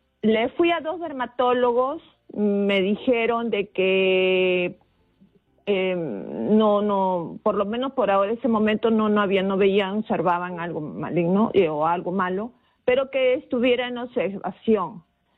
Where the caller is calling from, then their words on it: Lima, Peru; Buenos días … como dijeron, pero me llamo desde San Juan de Miraflores.